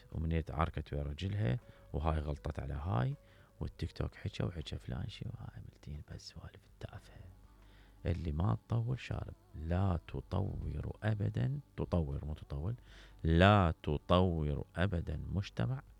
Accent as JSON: {"language": "Arabic", "country": "Iraq", "said": "إحنا كمواطنين عراقيين جميلين رائعين"}